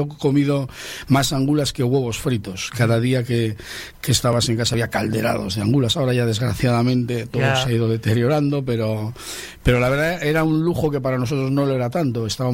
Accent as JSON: {"language": "Spanish", "town": "Colindres", "region": "Cantabria", "country": "Spain", "tie": "born or raised there", "also_born_or_lived": "Ampuero / Laredo", "said": "yo soy de Colindres, me crié también en Ampuero, en Pieramullano concretamente, una zona muy angulera y salmonera, sí. Ahí son mis abuelos, y he estado viviendo en Colindres, luego he desarrollado también mi etapa, mi adolescencia en Laredo"}